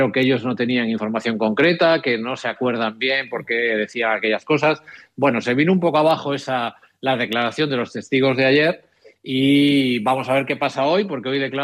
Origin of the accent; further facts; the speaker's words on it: Vigo, Galicia, Spain; Ya sabéis que soy de Vigo.